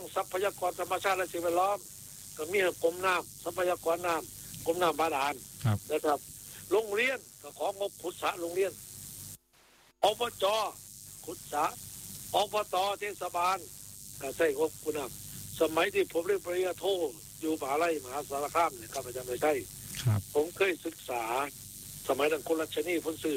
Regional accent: Isan, Thailand; พี่อีสานบ้านเฮา

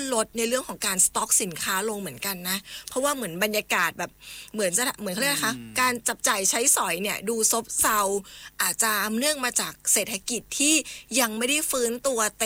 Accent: Chiang Mai, Thailand; ฉันเป็นคนเชียงใหม่

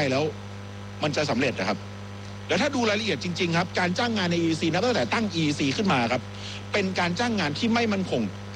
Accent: Eastern Thailand, Thailand; ผมในฐานะคนตะวันออกที่เจอมาก่อนครับ

